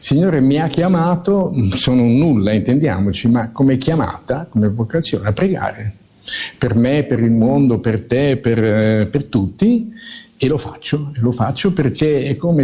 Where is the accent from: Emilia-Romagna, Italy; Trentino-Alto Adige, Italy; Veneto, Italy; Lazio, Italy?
Emilia-Romagna, Italy; Bologna; io sono bolognese e conobbi Don Divo Barsotti ormai tanti anni fa